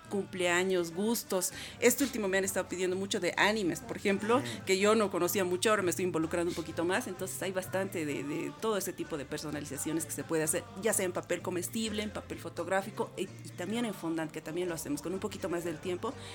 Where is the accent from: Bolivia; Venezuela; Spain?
Bolivia; tenemos que recordar a Bolivia con mucho orgullo y decir que somos bolivianos.